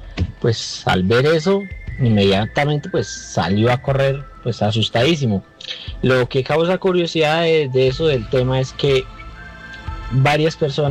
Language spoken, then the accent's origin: Spanish; Santander, Colombia; Nosotros somos de Santander. Y pues crecimos en el campo, tenemos una finca